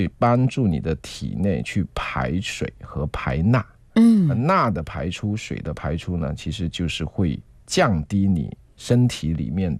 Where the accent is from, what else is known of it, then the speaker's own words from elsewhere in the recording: Chaoshan, Guangdong, China; 像我们潮汕人也好，广东人也好，我们做饭很讲究。